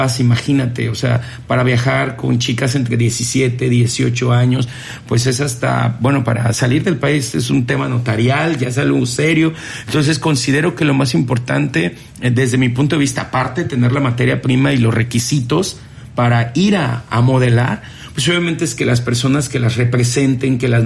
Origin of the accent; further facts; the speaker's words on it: Mexico; Nosotros como mexicanos